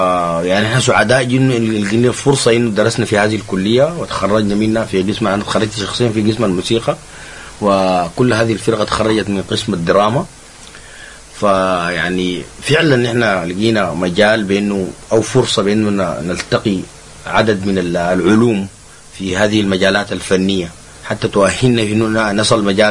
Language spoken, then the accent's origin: Arabic; Sudan; عندنا في السودان